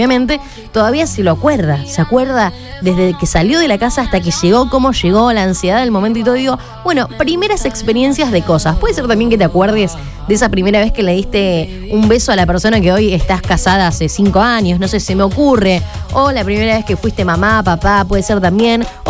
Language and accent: Spanish; Fighiera, Santa Fe, Argentina; nosotros somos de Figuera